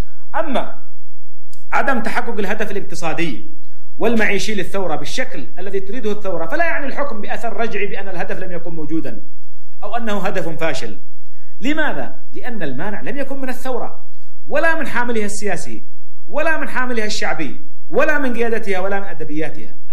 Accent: Yemen; وهذا الاستقلال الذي نشعر به كيمنيين اليوم،

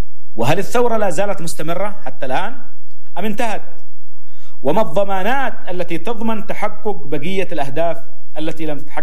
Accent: Yemen; ونحتاج للبحث فيها كيمنيين

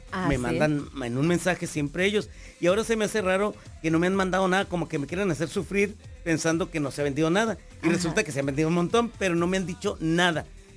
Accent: Zacapu, Michoacán, Mexico; Michoacán. Mis paisanos.

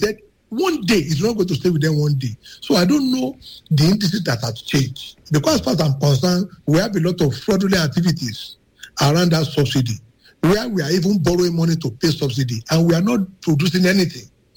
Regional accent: Ogun, Nigeria; I'm from Ogun State.

